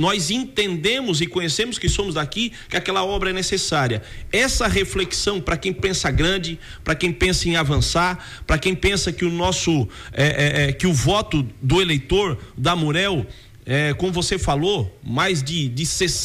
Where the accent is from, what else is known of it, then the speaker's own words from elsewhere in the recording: Santa Catarina, Brazil; Nós somos do Sul.